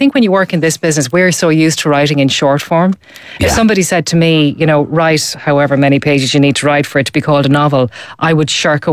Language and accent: English; Leinster, Ireland; I grew up in Leash, yeah.